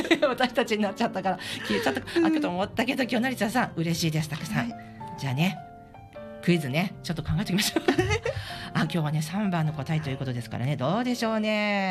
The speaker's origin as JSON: {"language": "Japanese", "town": "Sapporo", "region": "Hokkaido", "country": "Japan", "tie": "born or raised there", "said": "私のふるさとは札幌ですが、今住んでいる場所からはほとんど変わらないです。"}